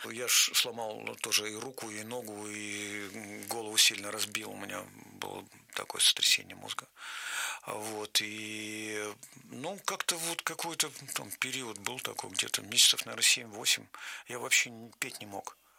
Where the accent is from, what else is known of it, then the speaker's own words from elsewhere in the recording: Russia; Нас вообще там встречали на ура, потому что мы были из России.